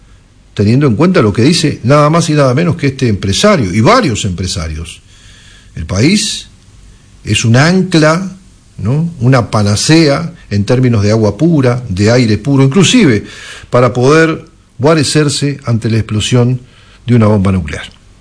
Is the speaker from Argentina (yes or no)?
yes; Argentina; nosotros como argentinos